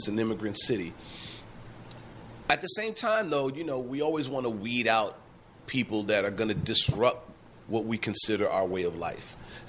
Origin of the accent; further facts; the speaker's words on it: New York City, New York, United States; I'm a New Yorker.